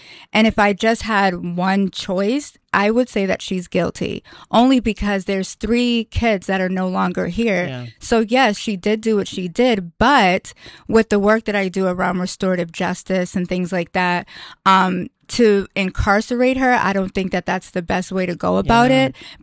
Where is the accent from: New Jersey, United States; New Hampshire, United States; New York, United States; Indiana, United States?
New Hampshire, United States; I'm from New Hampshire